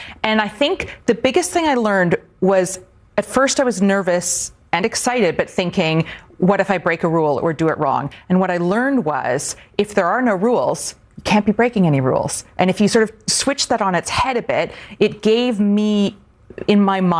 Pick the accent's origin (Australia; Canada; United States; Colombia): Canada; moved away as an adult; now in Iceland; I grew up in Canada